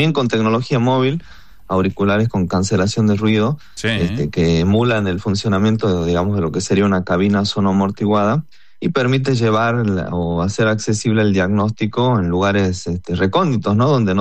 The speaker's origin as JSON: {"language": "Spanish", "town": "Tilcara", "region": "Jujuy", "country": "Argentina", "said": "Yo soy de Tilcara, claro. En la quebrada de Humahuaca."}